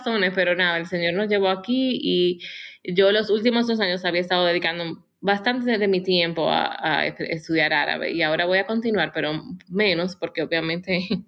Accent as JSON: {"language": "Spanish", "country": "Dominican Republic", "tie": "born or raised there", "also_born_or_lived": "United States", "moved": "as an adult", "lives_now": "Middle East", "said": "Yo soy dominicana de nacimiento, nací en la República Dominicana y viví allá casi toda mi vida. Bueno, hasta hace 10 años."}